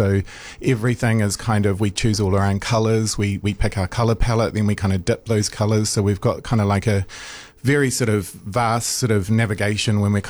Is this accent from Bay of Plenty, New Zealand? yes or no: no; Wanaka, Otago, New Zealand; moved away; I grew up in Wanaka and I've never been to either Invercargill or Gore.